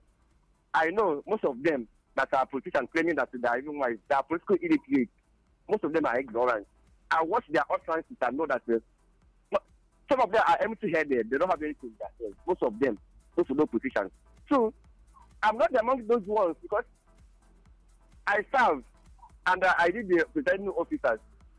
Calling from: Oru, Nigeria; I'm calling from Oru.

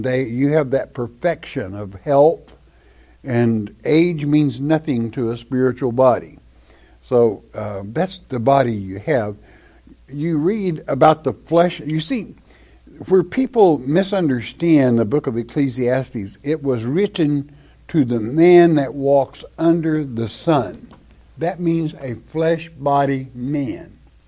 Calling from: Florida, United States; from Florida.

